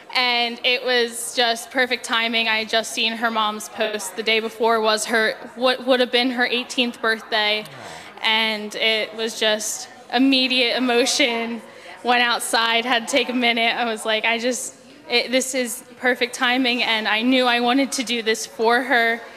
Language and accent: English; Langhorne, Pennsylvania, United States; now in Trevose, United States; Yeah. I'm originally from Langhorne, but now I live in Trevos.